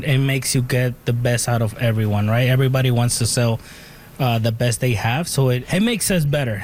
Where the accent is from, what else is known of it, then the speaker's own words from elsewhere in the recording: Mexico; English is a second language; now in London, California, United States; Yeah, so we are from Mexico. I ended up here because of safety reasons. It's a long story, but most of my family is here for safety reasons, and we really love Canada.